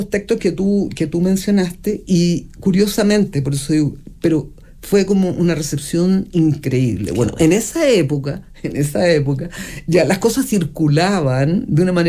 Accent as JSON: {"language": "Spanish", "country": "Chile"}